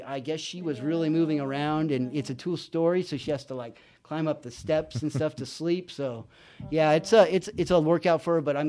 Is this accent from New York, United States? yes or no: no; San Bernardino, California, United States; born or raised there; also born or lived in San Felipe, Mexico